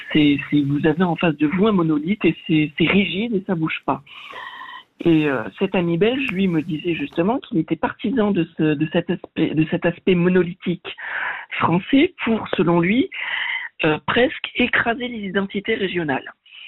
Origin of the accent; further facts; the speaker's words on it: Southwest France, France; C'est-à-dire que je viens du sud-ouest de la France, on a quand même une langue dans le sud-ouest de la France, qui s'appelle l'occitan.